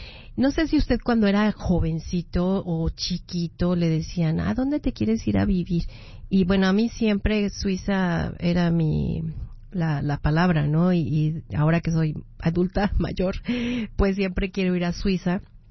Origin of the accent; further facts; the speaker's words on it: Mexico; Yo que soy mexicana y pues colaboro con mexicanos en el exterior con todo el dineral que mandamos